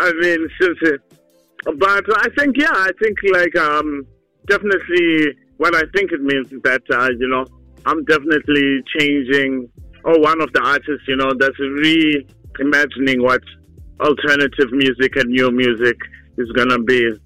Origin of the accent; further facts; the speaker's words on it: Tsolo, Eastern Cape, South Africa; I write a lot about where I come from and how I grew up. I think growing up in Eastern Cape, there's a lot to draw from.